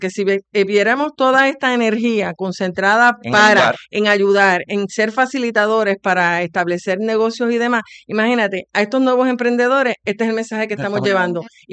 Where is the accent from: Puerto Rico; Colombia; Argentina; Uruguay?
Puerto Rico; Jayuya; El dueño del el colmado en mi pueblo, en Jayuya